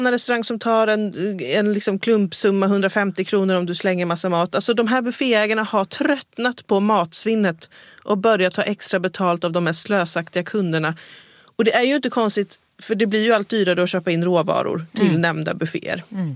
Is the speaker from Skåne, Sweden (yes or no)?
yes; Skåne, Sweden; Ständigt får vi skåningar höra hur bra danskarna är på att spara vatten.